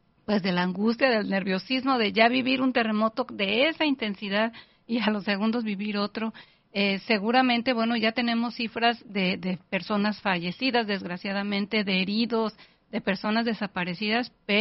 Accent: Mexico; Y nosotros como mexicanos nos queda, tenemos esa historia, ¿no?

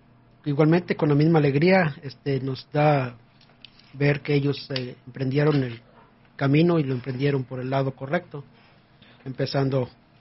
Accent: Michoacán, Mexico; somos del estado de Michoacán.

